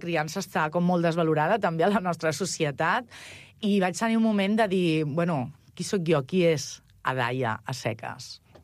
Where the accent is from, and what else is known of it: Catalonia, Spain